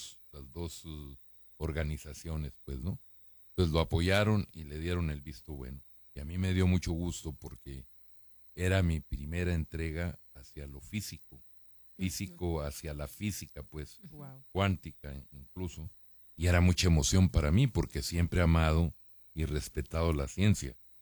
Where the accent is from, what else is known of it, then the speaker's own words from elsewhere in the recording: Chihuahua, Mexico; que yo también era chihuahuense